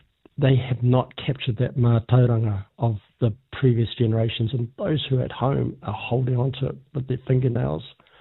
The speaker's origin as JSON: {"language": "English", "town": "Maketu", "region": "Bay of Plenty", "country": "New Zealand", "said": "So I'm from Makutu. We used to live up on the cliffs behind Makutu"}